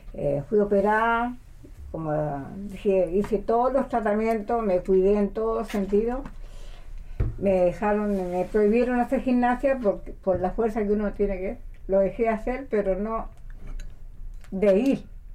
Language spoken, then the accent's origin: Spanish; Valparaíso, Chile; moved away; Vengo de soy chilena.